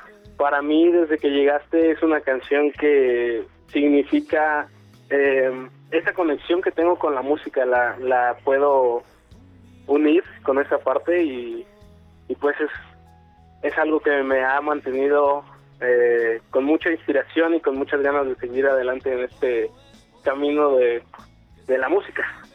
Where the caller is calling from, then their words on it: Morelos, Mexico; soy músico de Morelos